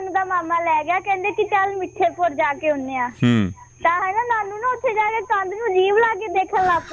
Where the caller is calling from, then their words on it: Hoshiarpur, Punjab, India; ਅਸੀਂ ਹੁਸ਼ਿਆਰਪੁਰ ਤੋਂ ਬੋਲ ਰਹੇ ਹਾਂ